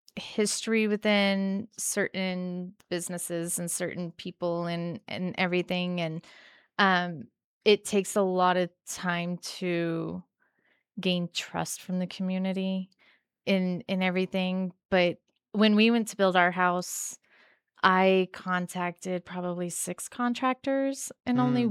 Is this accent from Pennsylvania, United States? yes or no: no; Las Vegas, Nevada, United States; moved away; we're from Vegas.